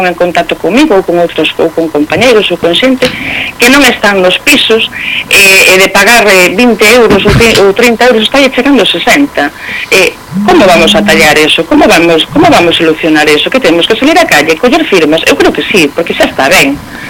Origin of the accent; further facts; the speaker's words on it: O Irixo, Galicia, Spain; Pois son do Irixo, claro que sí que son do Irixo.